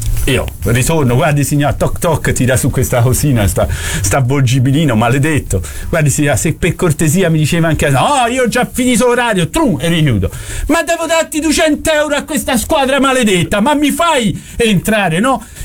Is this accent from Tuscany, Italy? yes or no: yes; Florence, Tuscany, Italy; sono da Firenze